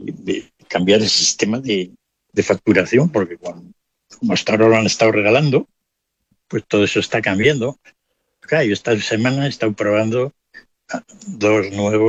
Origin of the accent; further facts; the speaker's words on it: Spain; todo el desastre que ya somos expertos los españoles mundiales